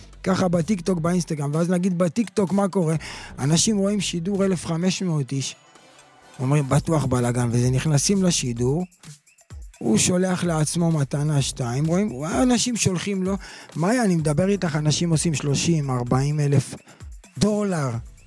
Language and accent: Hebrew; Jerusalem, Jerusalem District, Israel; born there; אני נולדתי בשערי צדק